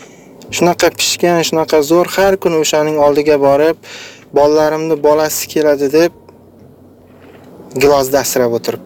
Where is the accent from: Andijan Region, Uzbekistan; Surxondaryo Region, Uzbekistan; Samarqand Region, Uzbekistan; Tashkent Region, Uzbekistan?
Samarqand Region, Uzbekistan; Qoshrabot district; born there; now in Tashkent, Uzbekistan; Men Samarqand viloyati Qo'shrabot tumani Pangat qishlog'ida tug'ilganman. Hozirda Toshkentda ishlayman.